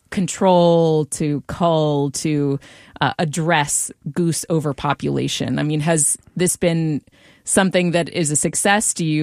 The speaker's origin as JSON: {"language": "English", "region": "Pacific Northwest", "country": "United States", "tie": "born or raised there", "said": "Daytime coyotes is something that I never saw growing up in the Pacific Northwest, but I'm seeing more and more."}